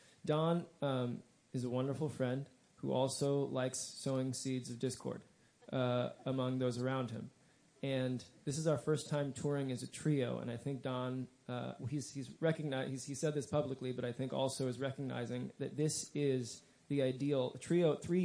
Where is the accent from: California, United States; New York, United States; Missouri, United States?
Missouri, United States; Kansas City; I'm from Kansas City.